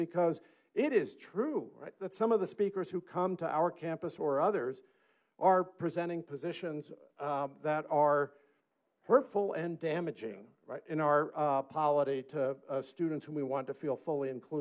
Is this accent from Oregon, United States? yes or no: yes; Oregon, United States; moved away; I grew up in Oregon, had gone home to Oregon